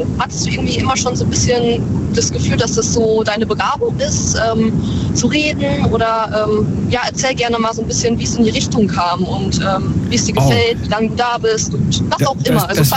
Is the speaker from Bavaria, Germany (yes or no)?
no; Rheine, North Rhine-Westphalia, Germany; Ich komme aus Rheine, ne? Das ist in Nordrhein-Westfalen, gerade an der Grenze zu Niedersachsen.